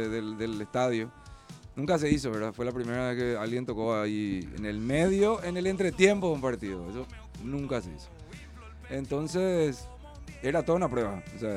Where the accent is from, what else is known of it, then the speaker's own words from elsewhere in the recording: Paraguay; somos ni paraguayos